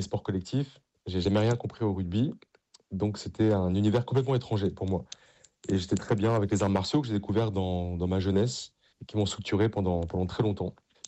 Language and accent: French; Paris, Île-de-France, France; viens d'une famille du sud-ouest, et même si j'ai grandi à Paris